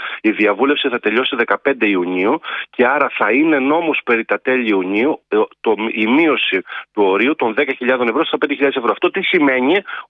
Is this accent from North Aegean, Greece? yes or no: no; Larissa, Thessaly, Greece; και επειδή είμαι από το Θεσσαλικό κάμπο, καταγωγή μου είναι από τη Λάρισα σαν καταγωγή